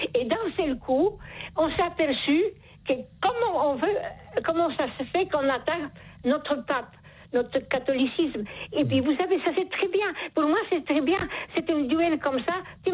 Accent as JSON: {"language": "French", "country": "Poland", "second_language": "French", "said": "Voilà, je suis polonaise, je m'excuse. Alors, des fois j'accente qui n'est pas bon."}